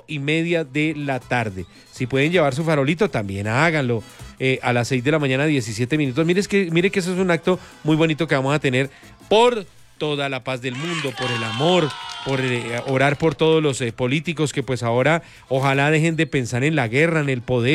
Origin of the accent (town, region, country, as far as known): Colombia